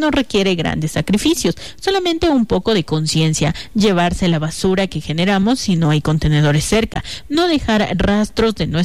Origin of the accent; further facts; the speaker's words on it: Ecuador; tenemos como ecuatorianos